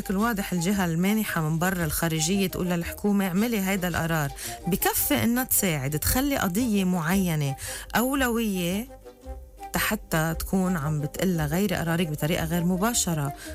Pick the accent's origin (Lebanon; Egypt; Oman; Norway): Lebanon; بلدنا لبنان.